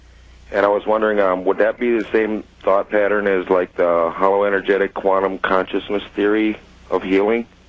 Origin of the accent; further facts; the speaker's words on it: St. Paul, Minnesota, United States; I'm from St. Paul, Minnesota.